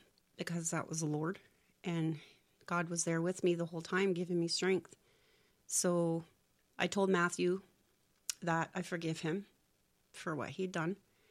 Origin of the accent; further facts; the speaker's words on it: Gary, New Brunswick, Canada; now in Burtts Corner, Canada; I've lived in Burt's Corner for the last 13, 14 years. I was raised in Gary since I was four.